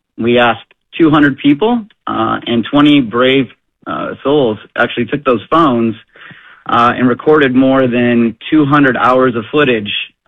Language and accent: English; Plymouth, Michigan, United States; to bring it here to my home state and the home city of Plymouth